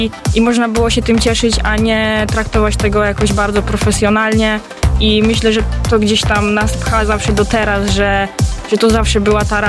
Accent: Dzierżoniów, Lower Silesian Voivodeship, Poland; gdzieś tam w czwartej klasie otworzyła się u mnie w Dzierżoniowie drużyna dziewczyn

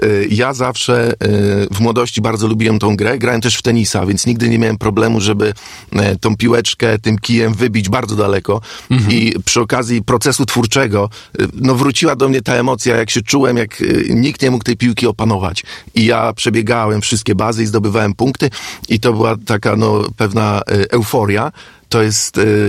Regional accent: Bydgoszcz, Kuyavian-Pomeranian Voivodeship, Poland; moved away as an adult; now in Osiek nad Wisłą, Poland; urodziłem się i dorastałem na osiedlu leśnym w Bydgoszczy.

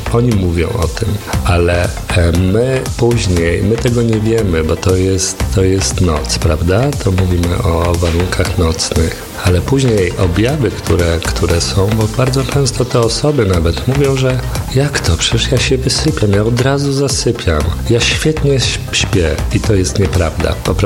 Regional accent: Warsaw, Masovian Voivodeship, Poland; born there; Urodziłem się w Warszawie, studia skończyłem w Warszawie, pracuję.

